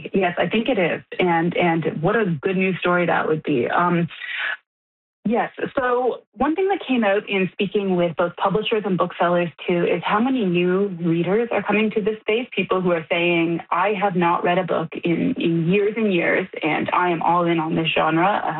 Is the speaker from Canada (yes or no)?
yes; Canada